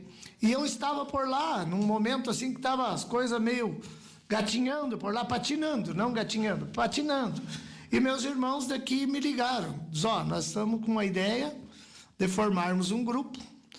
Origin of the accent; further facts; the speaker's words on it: Mormaço, Rio Grande do Sul, Brazil; Eu sou natural do Mormaço, então nós morávamos lá. E assim que o pai resolveu de vir para a cidade, vendeu as terras que ele tinha lá.